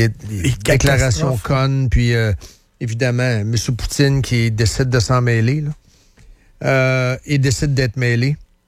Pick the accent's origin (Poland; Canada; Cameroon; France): Canada; Trois-Rivières, Quebec; Je viens de Trois-Rivières. Ouais. Et je suis là pour les Québécois.